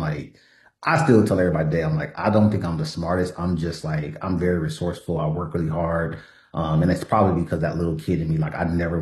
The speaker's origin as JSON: {"language": "English", "town": "Los Angeles", "region": "California", "country": "United States", "tie": "born or raised there", "said": "I grew up in South Central LA, first college generational graduate."}